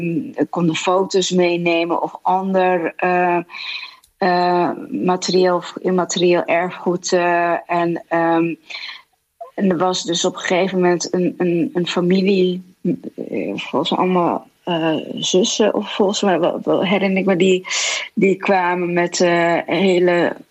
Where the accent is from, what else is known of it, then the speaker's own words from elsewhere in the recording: Netherlands; ik ben in Nederland opgegroeid en ging hier naar de lagere school en de middelbare school.